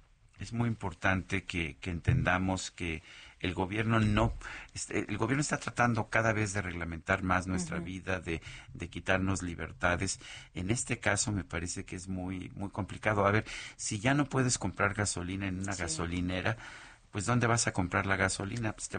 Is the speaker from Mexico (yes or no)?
yes; Mexico; le digo que soy de México